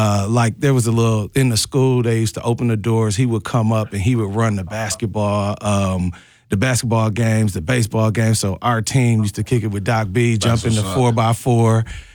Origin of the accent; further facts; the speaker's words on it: Milwaukee, Wisconsin, United States; We grew up out in, at the time, on 95th and Brown Deer Road, you know. It was called the Meadows back then. Yeah. I think it might be the Woodlands now.